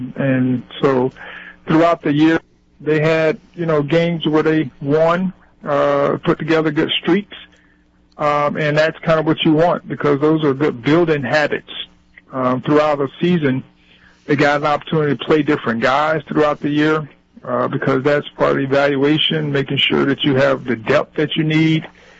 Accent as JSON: {"language": "English", "town": "Thomasville", "region": "Georgia", "country": "United States", "moved": "yes", "said": "I'm from Thomasville, Georgia"}